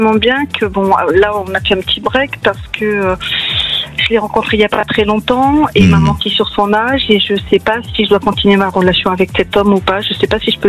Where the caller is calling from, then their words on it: Occitanie, France; Je me cache dans le Lot.